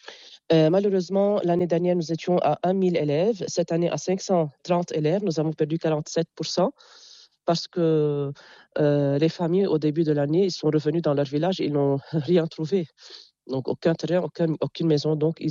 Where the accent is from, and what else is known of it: Jounieh, Keserwan-Jbeil, Lebanon; born or raised there